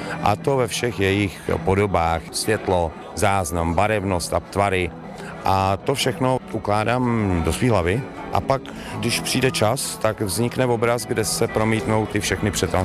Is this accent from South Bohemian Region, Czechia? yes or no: no; Plzeň, Plzeň Region, Czechia; Jsem rodilý Plzeňák